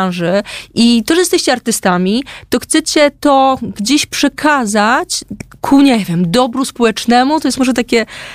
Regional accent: Lublin Voivodeship, Poland; ja jestem z Lubelszczyzny, cebularz.

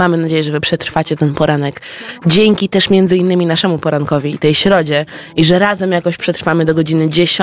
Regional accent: Warsaw, Masovian Voivodeship, Poland; Całe życie mieszkam w Warszawie

